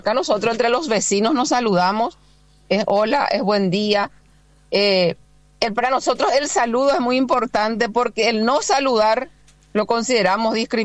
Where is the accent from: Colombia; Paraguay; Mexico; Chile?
Paraguay